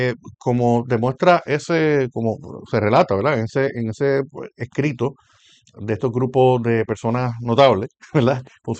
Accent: Puerto Rico; la condición de Puerto Rico como un territorio no incorporado a Estados Unidos, que le pertenecemos a, pero no somos parte de Estados Unidos

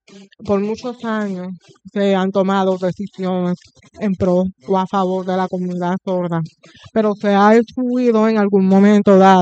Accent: Ponce, Puerto Rico; moved away; Yo soy la que le digo empanadilla, porque yo vengo de Ponce, pero pues acá le dicen este pastelillo.

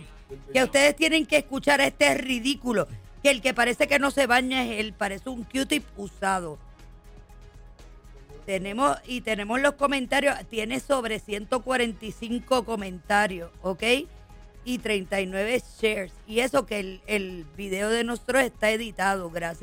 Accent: Fajardo, Puerto Rico; nosotros somos cariduros. Y lo llevamos con orgullo. Y para tu información, por donde sale el sol, oye, es por Fajardo.

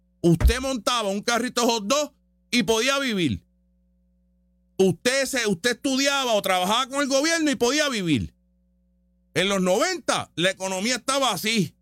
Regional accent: Puerto Rico; la mayoría somos boricuas y somos de aquí.

